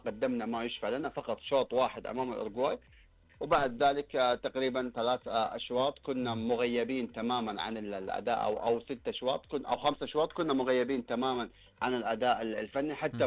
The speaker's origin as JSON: {"language": "Arabic", "country": "Saudi Arabia", "said": "احنا كسعوديين"}